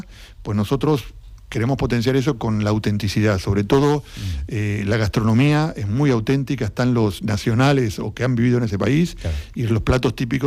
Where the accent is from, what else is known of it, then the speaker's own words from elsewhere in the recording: Argentina; now in Spain; como argentino sigo teniendo mi corazón con Argentina, sigo teniendo mis costumbres argentinas y me siento muy español.